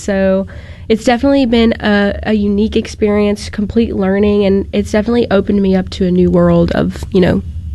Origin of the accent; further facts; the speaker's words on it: Crystal Springs, Mississippi, United States; I grew up in Crystal Springs, actually. So, you know, right over yonder, but I claim Jackson for the most part.